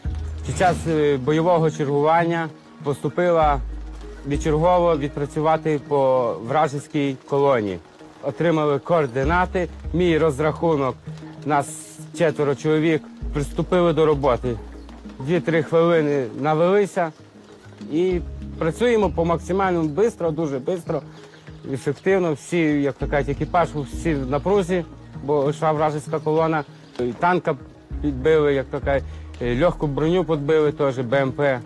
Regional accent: Rivne Oblast, Ukraine; сам я родом з Рівненської області

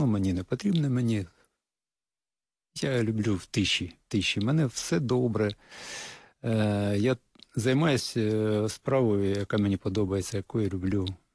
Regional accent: Hrebinky, Kyiv Oblast, Ukraine; born there; Народився під Києвом в Рябінках.

